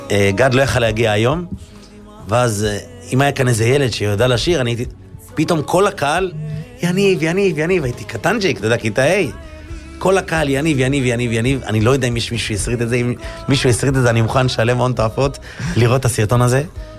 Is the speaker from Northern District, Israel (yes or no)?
yes; Acre, Northern District, Israel; היה מופע בעכו, איפה שגרתי לפני החתונה, עיר מולדתי